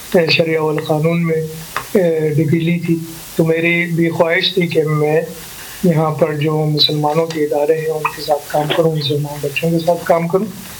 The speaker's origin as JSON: {"language": "Urdu", "country": "Pakistan", "said": "تو میں نے کہا جی میں پاکستانی ہوں"}